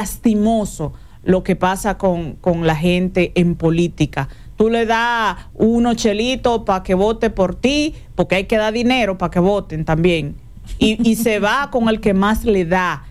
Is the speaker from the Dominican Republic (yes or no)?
yes; Dominican Republic